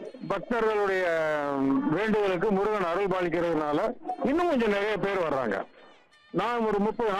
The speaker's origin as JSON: {"language": "Tamil", "town": "Thiruparankundram", "region": "Tamil Nadu", "country": "India", "said": "திருப்பரங்குன்றத்துல இருந்து வரேன்."}